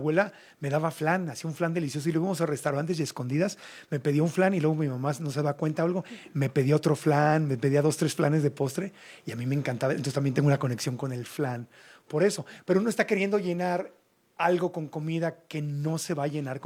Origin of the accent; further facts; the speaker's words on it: Mexico City, Mexico; born there; Yo en algún tiempo viví, cuando era niño, aquí en Ciudad de México, vivíamos en Coyoacán